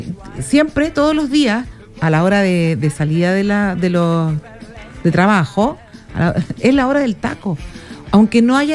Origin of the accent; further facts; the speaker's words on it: Iquique, Tarapacá, Chile; O sea, Avenida Aeropuerto y Los Molles, para los que somos iquiqueños.